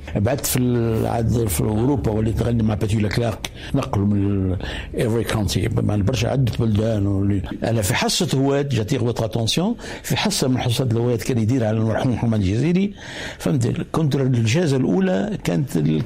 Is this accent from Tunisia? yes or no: yes; Tunisia; لا نقول لهم … انا تونسي